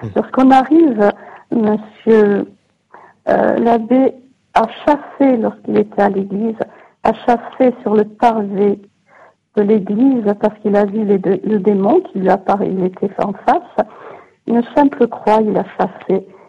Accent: Corsica, France; comme on disait chez nous en Corse

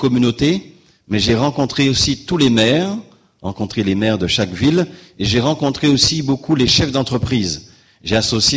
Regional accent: Guadeloupe; Chez nous, en Guadeloupe, les femmes, la monoparentalité

